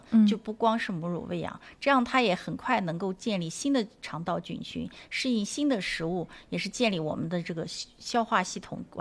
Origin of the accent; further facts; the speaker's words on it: China; 我们中国人坐月子是要吃米酒的